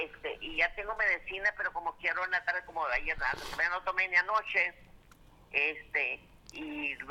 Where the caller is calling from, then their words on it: Vega Alta, Puerto Rico; de Vega Alta.